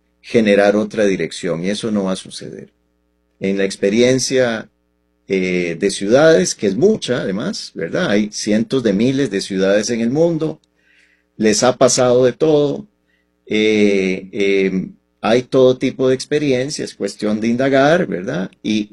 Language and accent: Spanish; San José, Costa Rica; Yo crecí en Montes de Oca y me declaro josefino.